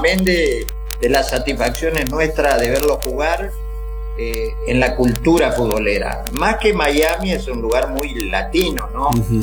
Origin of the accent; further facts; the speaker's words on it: Curuzú Cuatiá, Corrientes, Argentina; also born or lived in Monte Caseros; Soy nacido en Monte Casero y criado en Curuzú. Ah. Y a partir de los 9 años nos fuimos a vivir a Curuzú y después ahí hice toda mi vida, ¿no?